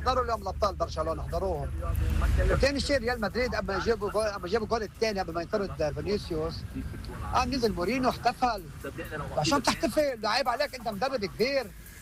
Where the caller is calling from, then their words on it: Lebanon; عندنا بلبنان